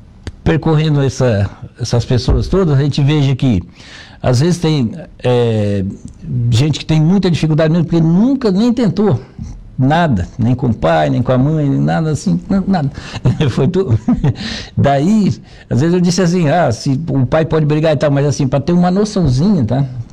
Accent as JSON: {"language": "Portuguese", "town": "Balneário Arroio do Silva", "region": "Santa Catarina", "country": "Brazil", "also_born_or_lived": "Criciúma", "said": "A única vez que eu saí do Arroio de Silva, eu fui morar em Criciúma."}